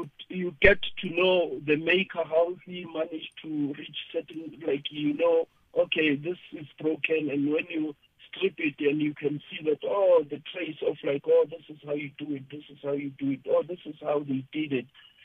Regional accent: South Africa; oh, where are you from? I'm from South Africa.

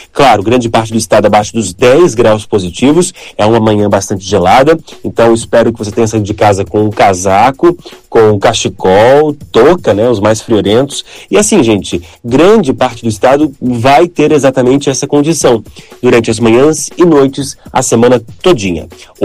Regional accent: Blumenau, Santa Catarina, Brazil; minha terrinha

